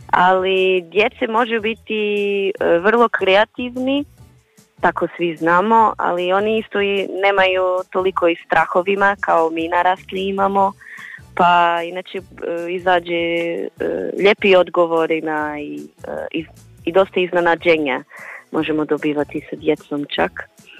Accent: Portugal; Croatian is a second language; Ne znam ako je neko rekao, ali ja sam inače iz Portugalu.

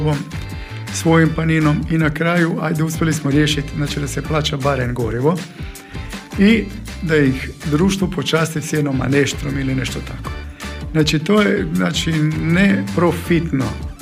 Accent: Pula, Istria County, Croatia; Gledajte, mi iz Pule smo pravi volonteri. Znači dođemo iz Pule.

